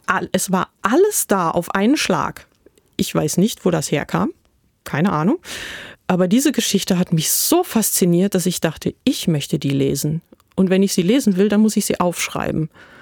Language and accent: German; Germany; Als Deutsche ein englisches Buch schreiben